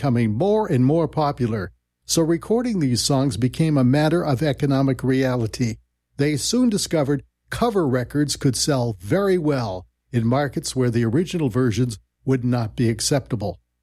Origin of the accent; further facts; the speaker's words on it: Montpelier, Vermont, United States; and in my hometown of Montpelier, Vermont, where the song reached number 4 on WSKI in March 1956.